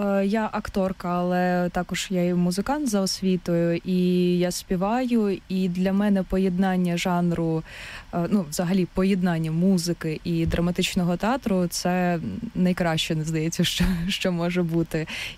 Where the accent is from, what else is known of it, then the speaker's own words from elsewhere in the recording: Luhansk Oblast, Ukraine; бо я з Луганської області